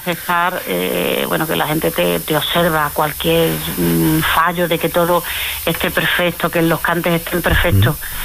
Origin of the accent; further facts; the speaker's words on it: Extremadura, Spain; Me encanta de verdad cantar en mi tierra